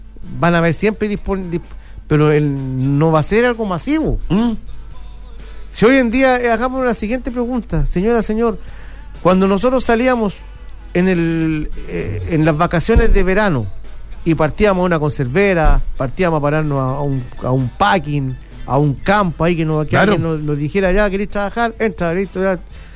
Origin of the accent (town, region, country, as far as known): Chile